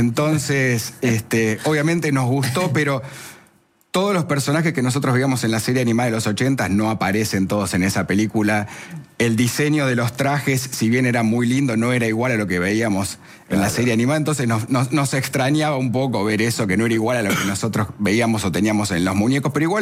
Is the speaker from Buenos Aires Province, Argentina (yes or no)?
yes; Burzaco, Buenos Aires Province, Argentina; Somos oriundos de Bursaco, zona sur. Después nos fuimos mudando a diferentes lados.